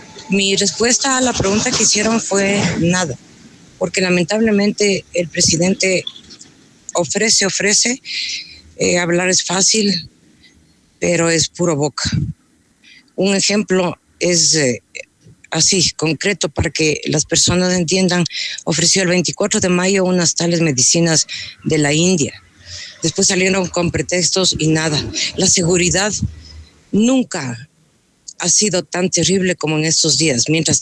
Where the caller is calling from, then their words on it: Ambato, Tungurahua, Ecuador; le hablo desde Ambato.